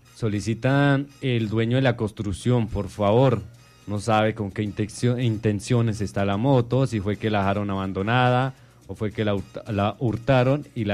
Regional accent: Medellín, Antioquia, Colombia; now in Cauca, Colombia; desde Medellín, a mi tierra, a mis compañeros, a los paisas

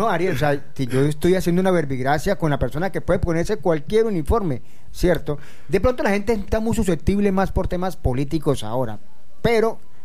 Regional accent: Colombia; todos somos colombianos.

